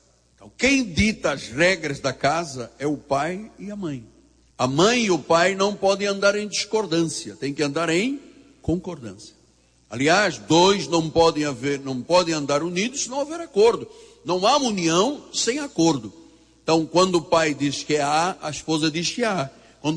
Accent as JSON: {"language": "Portuguese", "country": "Portugal", "moved": "yes", "said": "os patrícios da minha terra dizem, quando você acerta o casamento, dizem lá em Portugal"}